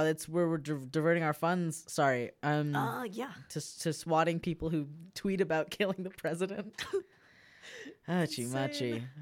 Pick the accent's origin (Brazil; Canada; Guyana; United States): Canada; I'm Canadian.